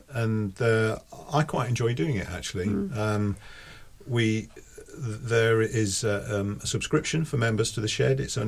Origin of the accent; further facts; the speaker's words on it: Hull, Yorkshire and the Humber, United Kingdom; moved away as an adult; now in Surrey, United Kingdom; I'm not from Surrey. I'm from East Yorkshire and come from the port of Hull.